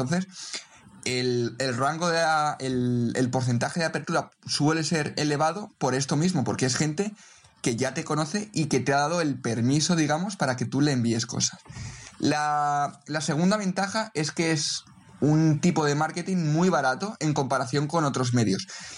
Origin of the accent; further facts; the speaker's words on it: Spain; mientras en casa en España